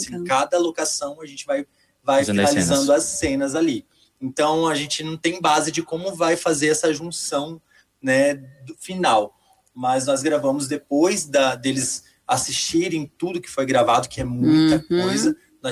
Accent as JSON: {"language": "Portuguese", "region": "Mato Grosso do Sul", "country": "Brazil", "tie": "born or raised there", "also_born_or_lived": "Dourados", "said": "o nosso Mato Grosso do Sul. Porque todo o meu currículo foi construído aqui. Que legal. É, desde onde eu nasci até onde eu estudei em Dourados."}